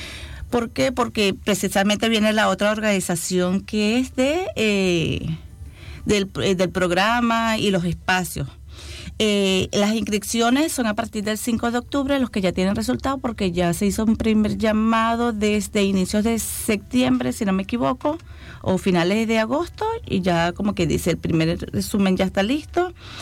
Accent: Venezuela; now in Chile

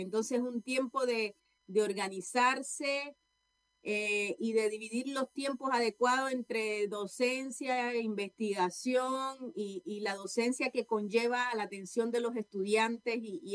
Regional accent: Cuba; Ya, mira, yo soy cubana.

